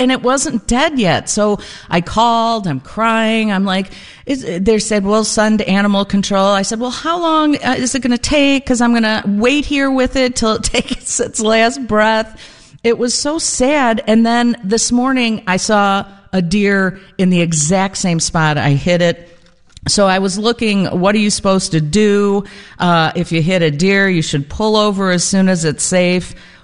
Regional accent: Chicago, Illinois, United States; I'm like, "Remember … from Chicago."

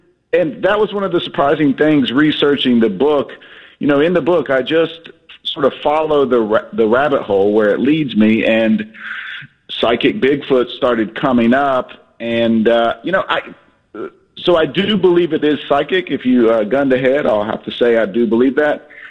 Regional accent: North Carolina, United States; I am from Western North Carolina.

